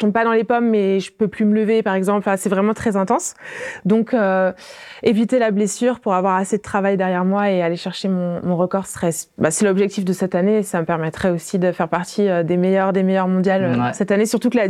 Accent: Coulommiers, Île-de-France, France; je viens vraiment de la campagne. Et donc, je suis née à Coulommiers, qui est à 20 minutes de voiture de l'autre village où j'habite.

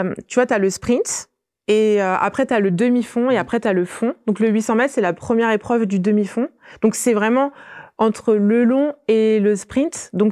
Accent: Coulommiers, Île-de-France, France; je viens vraiment de la campagne. Et donc, je suis née à Coulommiers, qui est à 20 minutes de voiture de l'autre village où j'habite.

